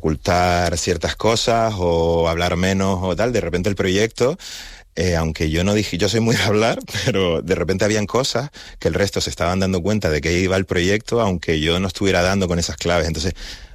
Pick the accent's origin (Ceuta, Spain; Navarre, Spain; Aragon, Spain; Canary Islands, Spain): Canary Islands, Spain; dónde estoy yo en Canarias, dónde está Canarias para mí, quién soy yo como Canaria y cómo ese primer paisaje que vi cuando era niño me marcó de por vida